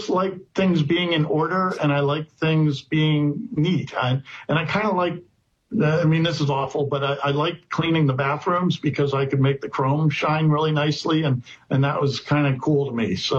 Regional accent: Pennsylvania, United States; born or raised there

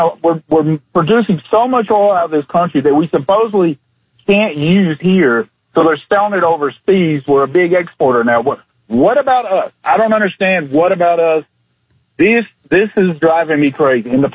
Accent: Tennessee, United States; I'm from East Tennessee, and I'm talking to people all the time.

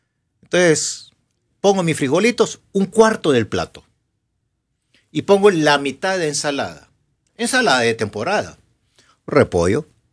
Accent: La Trinidad, Comayagua, Honduras; Que soy de allá de la Trinidad, Comayagua

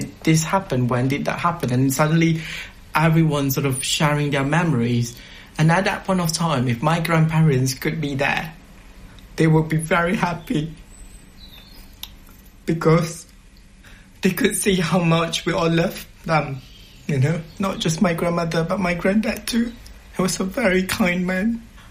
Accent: Malaysia; English is a second language; now in London, United Kingdom; I don't have to choose between being British or being a Malaysian. I can live for who I am now. Like how I live my early lives with my grandmother.

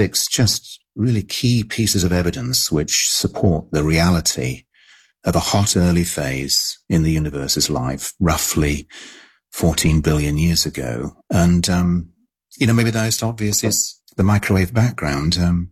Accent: Cambridge, East of England, United Kingdom; I was lucky in being a sort of 10-year-old in the mid-60s, when a lot happened in astronomy, and I also happened to be living in Cambridge in England

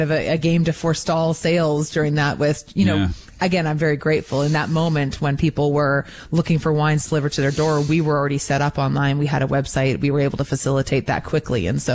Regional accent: Canada; I agree. I think we need to unite as Canadian.

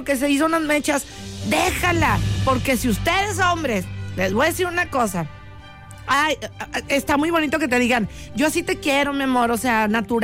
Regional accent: Nuevo León, Mexico; Estoy pensando en realmente cómo somos las mujeres de Nuevo León. Las mujeres de Nuevo León somos trabajadoras, emprendedoras.

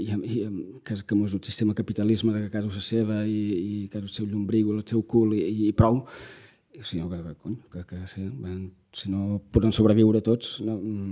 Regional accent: Balearic Islands, Spain; Que ens defineixen com a menorquins, com a menorquines, com a illa

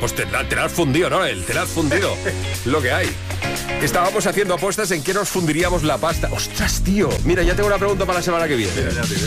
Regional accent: Flix, Catalonia, Spain; yo soy de Flix y es la clocha lo que se come en mi pueblo.

